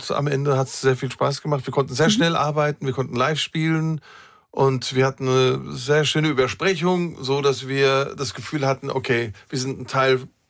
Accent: Armenia; das ist für mich als Armenier eine Steilvorlage

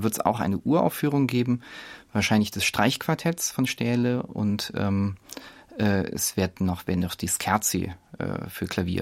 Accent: Fulda, Hesse, Germany; also ich komme auch eben aus Fulda.

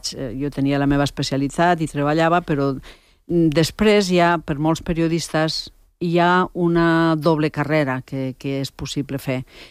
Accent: Catalonia, Spain; accent: Ponent

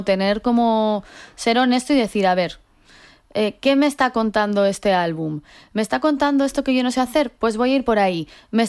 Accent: Spain; yo como española de la meseta

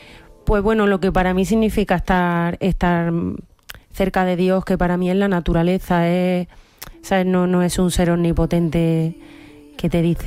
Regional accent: Córdoba, Andalusia, Spain; Yo soy cordobesa

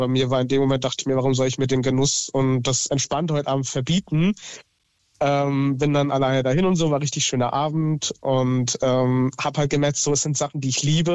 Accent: Rhineland-Palatinate, Germany; also ich komme ja hier aus der Pfalz, ob ich sage, ich verlasse die Pfalz

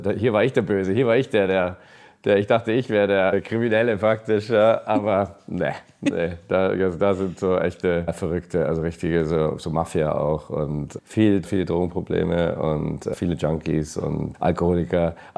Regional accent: England, United Kingdom; Genau, weil ich wollte wieder zurück nach England mal, um zu schauen, wo ich herkomme.

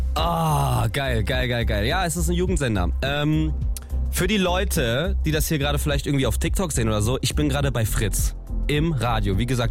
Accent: Potsdam, Brandenburg, Germany; wo ich gerade hier location-mäßig bin, ist Potsdam und ich komme aus Potsdam

